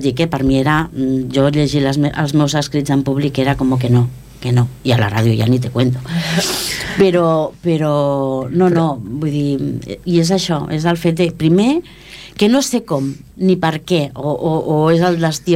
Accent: Esplugues de Llobregat, Catalonia, Spain; l'Agos i jo sí que ens perquè som d'Esplugues i hem estat en un grup de batucada juntes

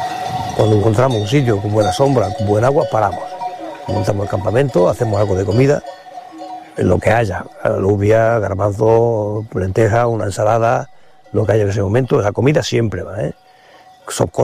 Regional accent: Torremocha, Extremadura, Spain; galés, soy extremeño de Torremocha. Me dedico al pastoreo trashumante, pastor de toda la vida, hijo de pastores y nieto de pastores.

